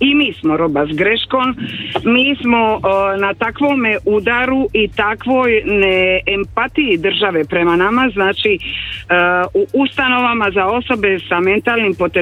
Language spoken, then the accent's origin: Croatian; Croatia; obukla sam hrvatski dres, jer sam došla iz Hrvatske.